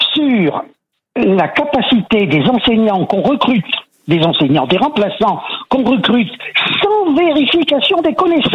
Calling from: Saint-Beauzire, Auvergne-Rhône-Alpes, France; J'habite à Saint-Bosire.

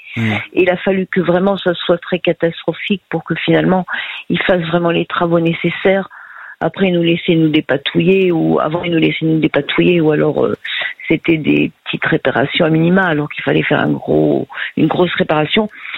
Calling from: Grand Est, France; Je suis en Alsace.

